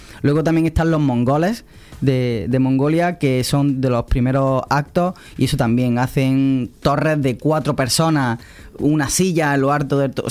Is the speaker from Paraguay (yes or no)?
no; Andalusia, Spain; Yo soy del sur de España, de Andalucía.